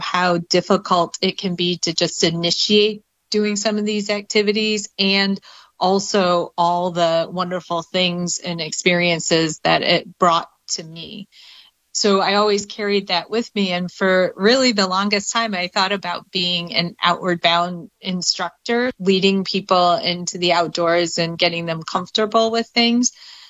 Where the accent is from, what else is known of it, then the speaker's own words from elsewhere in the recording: Michigan, United States; now in Cincinnati, United States; So I'm originally from Michigan.